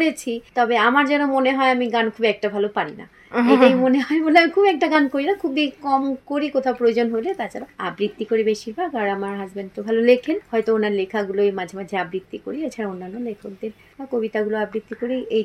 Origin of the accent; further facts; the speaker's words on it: Cooch Behar, West Bengal, India; তারপর স্কুলে বড় হলাম, ওখানেও সবারই খুব কাছে ছিলাম, ভীষণ আদর যত্নে বড় হয়েছি NLC school for the blind কুচবিহারে, ওখানে তো পড়াশোনা করলাম